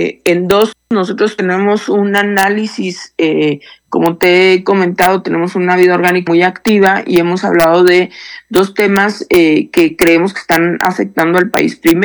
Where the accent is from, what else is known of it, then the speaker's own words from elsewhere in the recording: Chihuahua, Mexico; Chihuahua, de donde yo soy oriunda además